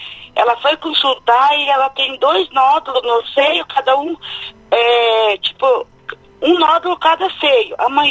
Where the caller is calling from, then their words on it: Guaraniaçu, Paraná, Brazil; Eu falo de Santa Rosa, interior de Guaraniaçu.